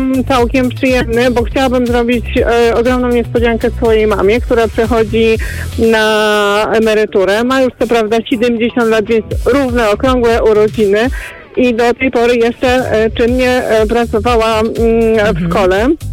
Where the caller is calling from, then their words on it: Nadarzyn, Masovian Voivodeship, Poland; Jestem pod Warszawą w Nadarzynie